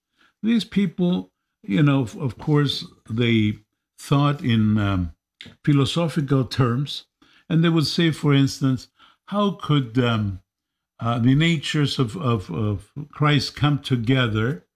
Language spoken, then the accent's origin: English; Cyprus; I come from Cyprus, the island of Cyprus, which was part of the Patriarchate of Antioch.